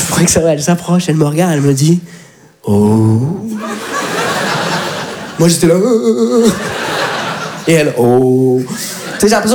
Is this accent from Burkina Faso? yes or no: no; France; Je lui dis, mais papa, mais on est de France.